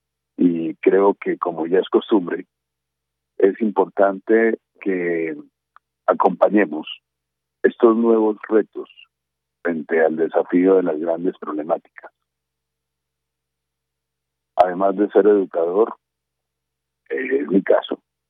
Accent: Colombia; todos somos colombianos

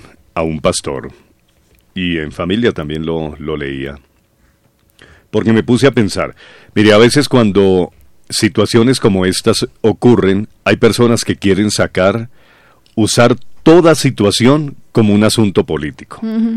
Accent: Colombia; Yo soy colombiano

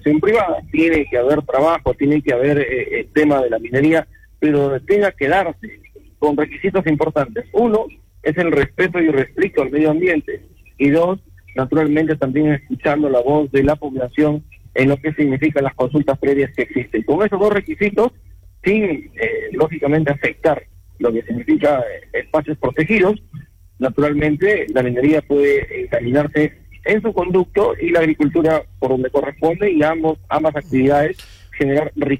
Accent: Peru; también tener la oportunidad de disfrutar como peruanos, como sureños.

